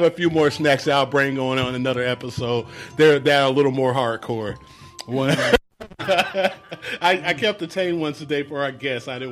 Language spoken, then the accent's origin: English; United States; because here in this country, I'm African American, right?